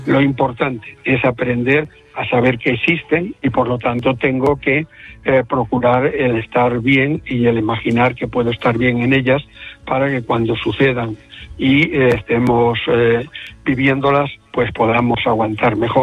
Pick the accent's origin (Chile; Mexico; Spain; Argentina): Spain; Galicia; Como buen gallego voy allí.